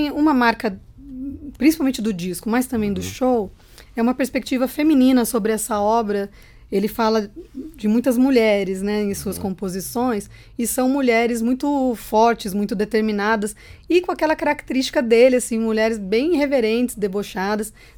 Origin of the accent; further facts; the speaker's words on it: Porto Alegre, Rio Grande do Sul, Brazil; Não, comecei a cantar em Porto Alegre, de onde eu vim.